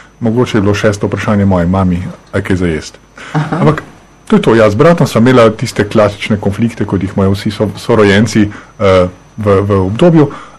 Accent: Škofja Loka, Upper Carniola, Slovenia; Izhajam iz Škofje Loke, iz ene, jaz vedno pravim, povprečne slovenske družine, imam brata, ki je 5 let starejši od mene.

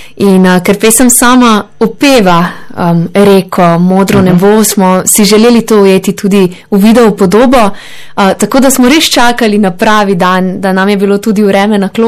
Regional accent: Prevalje, Carinthia, Slovenia; je moj domači kraj, ja, tako da iz Mežiške doline

